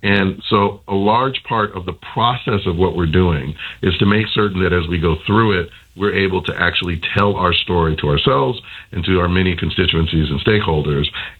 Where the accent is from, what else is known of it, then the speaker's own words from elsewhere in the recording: the South, United States; As you know, I'm from the South